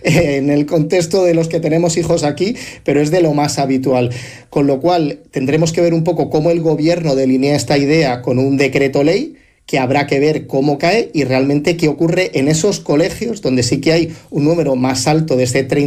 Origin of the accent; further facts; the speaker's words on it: Jumilla, Region of Murcia, Spain; Un nombre bonito, un poco raro en el pueblo donde yo me crié, en Jumilla, en los años 80.